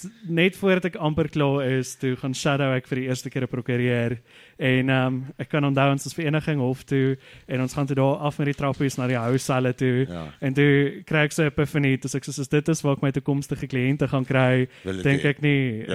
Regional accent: Vanderbijlpark, Gauteng, South Africa; also born or lived in Johannesburg / Potchefstroom; gebore en getoer in Vanderbijl.

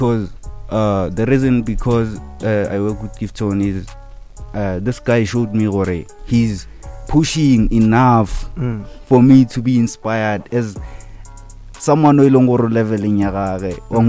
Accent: Groblersdal, Limpopo, South Africa; I'm from Groblersdal, Mogaung.

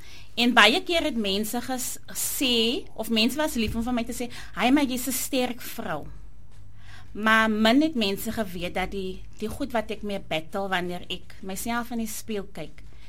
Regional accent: Oudtshoorn, Western Cape, South Africa; Goeiemiddag aan alle luisteraars … van Oudtshoorn.

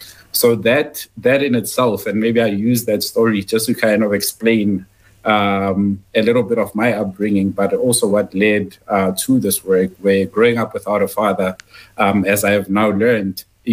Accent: Pretoria, Gauteng, South Africa; also born or lived in Mamelodi; I grew up in Atteridgeville in Pretoria. I was born in Mamelodi, moved to Atteridgeville, grew up without a father, grew up in a female-led home with my mother and my grandmother.

